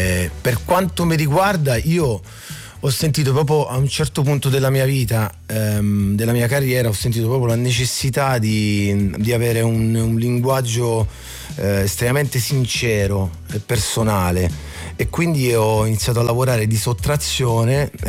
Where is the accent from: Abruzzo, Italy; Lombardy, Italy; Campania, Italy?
Abruzzo, Italy; Penne; now in Pescara, Italy; Io sono di Penne, sì. Sono di Penne, che è un paesino di 12.000 persone circa in provincia, siamo proprio vicinissimi alla montagna